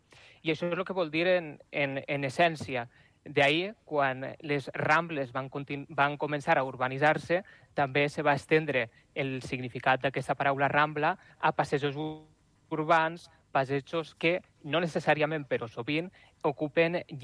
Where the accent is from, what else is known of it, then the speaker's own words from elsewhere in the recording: Valencian Community, Spain; Sí, ja m'heu enganxat que sóc valencià, la veritat que dic dues paraules i se'm nota de seguida, no?